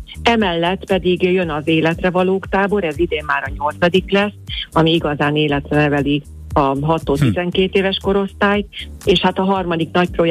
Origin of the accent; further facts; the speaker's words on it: Makó, Csongrád-Csanád, Hungary; Makón, szülővárosomban